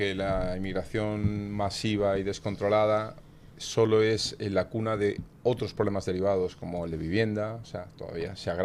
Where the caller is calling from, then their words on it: Galicia, Spain; yo soy gallego y también siento que el catalán es mi idioma, o sea, y el euskera también.